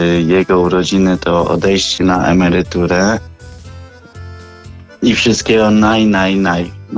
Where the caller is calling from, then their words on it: Gorzów Wielkopolski, Lubusz Voivodeship, Poland; z Gorzowa Wielkopolskiego.